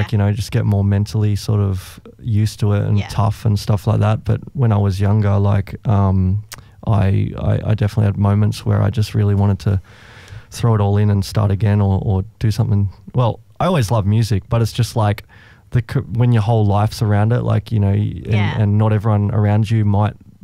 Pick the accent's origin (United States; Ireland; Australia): Australia; Coffs Harbour, New South Wales; I grew up in Coffs Harbour.